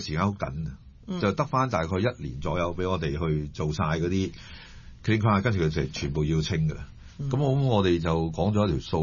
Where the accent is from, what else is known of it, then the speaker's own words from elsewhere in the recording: Hong Kong Island, Hong Kong; 我其實在北角長大的